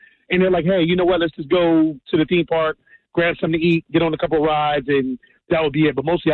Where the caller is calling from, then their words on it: Philadelphia, Pennsylvania, United States; I'm from Philadelphia. I love Jersey, but I work in Jersey. I'm a tractor trailer driver. I work in Jersey. I work out of Trenton.